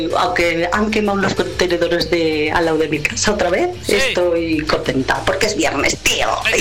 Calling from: Zaragoza, Aragon, Spain; de Zaragoza.

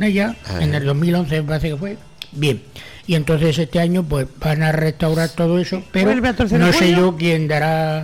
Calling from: Alcantarilla, Region of Murcia, Spain

